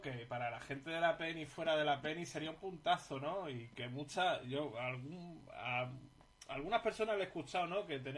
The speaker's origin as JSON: {"language": "Spanish", "region": "Melilla", "country": "Spain", "said": "desde Melilla, desde mi tierra"}